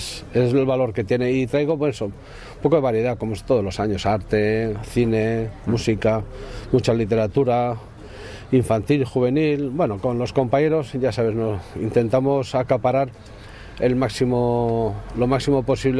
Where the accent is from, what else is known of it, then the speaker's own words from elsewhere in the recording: Valencia, Valencian Community, Spain; now in Cantabria, Spain; No, del Athletic no, yo vengo de Valencia, lo que tengo más es Mediterráneo y de aquella zona.